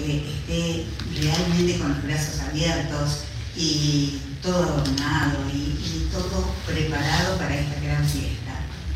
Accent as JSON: {"language": "Spanish", "town": "Reconquista", "region": "Santa Fe", "country": "Argentina", "tie": "born or raised there", "said": "Un placer, realmente, un placer volver a Reconquista, mi tierra natal."}